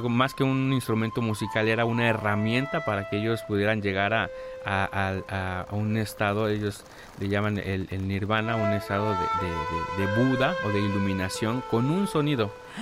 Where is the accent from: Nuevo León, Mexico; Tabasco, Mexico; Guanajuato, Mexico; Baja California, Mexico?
Tabasco, Mexico; Yo soy de Tabasco, tengo también la flauta tradicional de Tabasco.